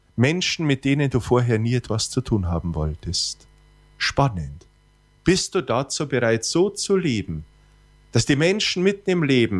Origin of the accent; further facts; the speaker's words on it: Bavaria, Germany; now in Feichten an der Alz, Germany; Als Bub am Dorf wurde mir diese Frage immer wieder gestellt. Und in Niederbayern daheim